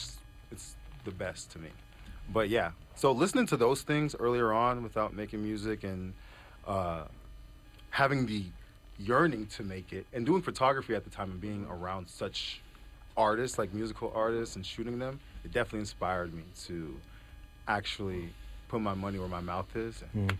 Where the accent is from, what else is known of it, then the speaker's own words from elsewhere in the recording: Atlanta, Georgia, United States; also born or lived in Brooklyn, New York; I was born in Brooklyn. I grew up in Atlanta, and the Gwinnett area as well, Georgia.